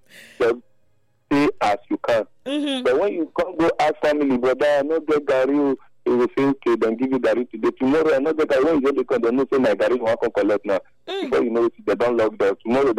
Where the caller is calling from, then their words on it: Nigeria; from Ogiba.